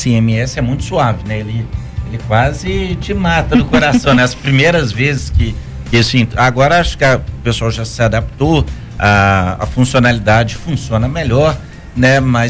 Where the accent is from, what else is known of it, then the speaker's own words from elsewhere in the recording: Ouro Preto, Minas Gerais, Brazil; Eu sou de Ouro Preto e isso não me assusta.